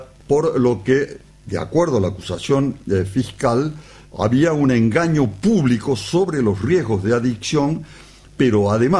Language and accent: Spanish; Villa General Belgrano, Córdoba, Argentina; Nunca me olvidé de mi pueblito del alma, Villa General Belgrano.